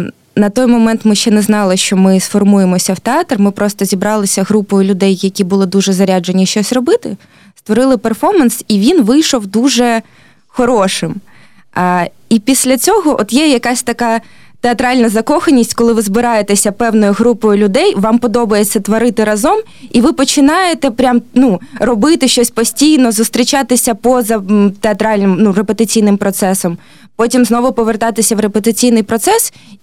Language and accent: Ukrainian; Kharkiv, Kharkiv Oblast, Ukraine; всі ми в Харкові, ми харків'яни